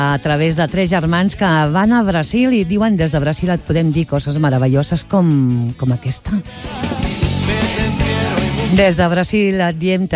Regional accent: Barcelona, Catalonia, Spain; Tot i que sóc de Barcelona, ciutat, i tinc sang de Barcelona, tinc sang de Múrcia, doncs també tinc sang de pura cepa de Castelló de la Plana.

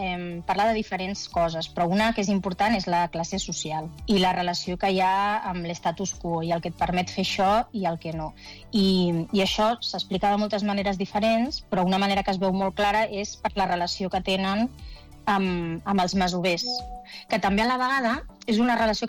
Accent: El Prat de Llobregat, Catalonia, Spain; jo sóc del Prat

